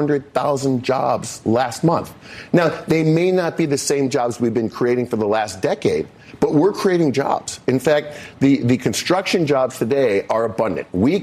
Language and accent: English; Cleveland, Ohio, United States; moved away; I'm actually from Cleveland, but now I live on the Atlantic coast.